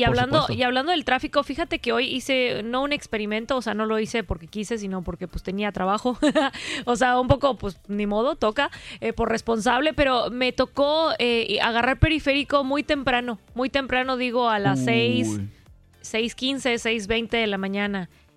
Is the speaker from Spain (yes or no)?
no; Mérida, Yucatán, Mexico; born there; nosotros como yucatecos, o sea, de toda la vida